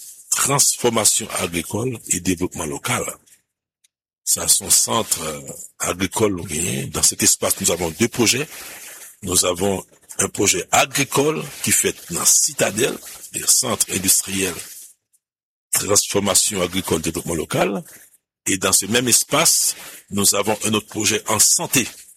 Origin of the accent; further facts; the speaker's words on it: Haiti; En tant qu'haïtien, nous pas capable de supporter l'Argentine.